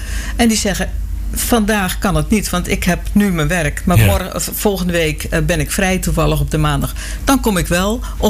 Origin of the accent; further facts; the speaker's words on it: Netherlands; moved away as an adult; now in Kerkenveld, Netherlands; mijn roots liggen in Drenthe. En dan niet zozeer. Ik ben hier niet opgegroeid. Ik ben opgegroeid in het westen van het land.